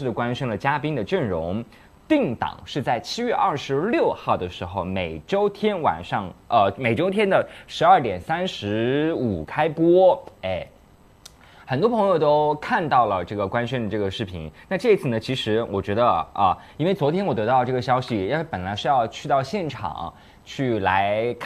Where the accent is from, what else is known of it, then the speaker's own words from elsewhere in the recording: Sichuan, China; moved away; also born or lived in Jiangsu / Hunan; 我是四川人